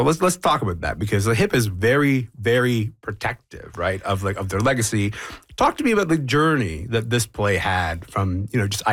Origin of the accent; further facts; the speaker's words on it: Kingston, Ontario, Canada; world, which is Kingston, Ontario. That's my hometown.